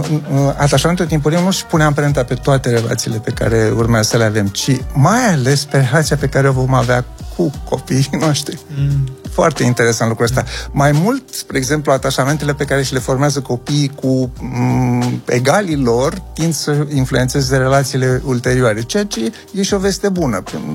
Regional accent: Galați, Galați County, Romania; crescând în Galați

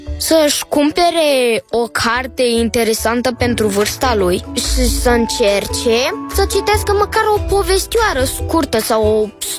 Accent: Bucharest, Romania; am 7 ani și sunt din București.

